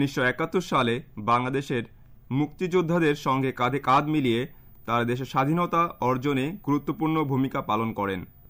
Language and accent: Bangla; Bangladesh; আমাদের জন্ম, বেড়ে ওঠা, স্বপ্ন, ভালোবাসার সঙ্গে জড়িয়ে আছে প্রিয় মাতৃভূমি বাংলাদেশ।